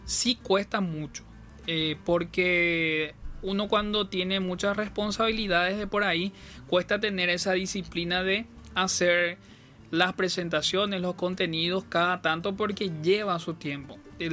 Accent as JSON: {"language": "Spanish", "country": "Paraguay", "said": "llevamos nuestra música paraguaya, nuestro baile paraguayo."}